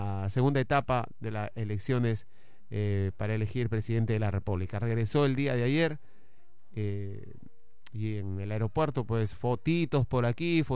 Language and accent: Spanish; Peru